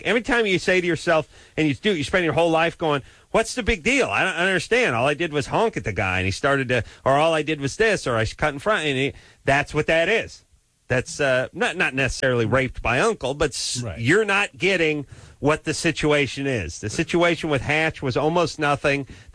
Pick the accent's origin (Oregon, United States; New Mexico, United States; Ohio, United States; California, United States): California, United States; North Hollywood; No kidding. I'm from North Hollywood. You can't get any flatter or more Valley than that.